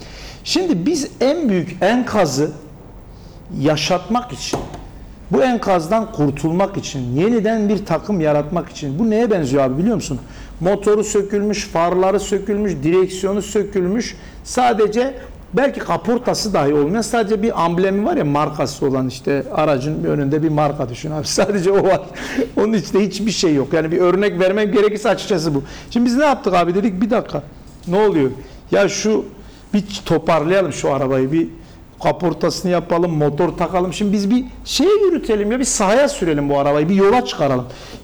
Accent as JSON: {"language": "Turkish", "region": "Mersin", "country": "Turkey", "tie": "born or raised there", "said": "Turgut Reis Mahallesi'nde doğdum."}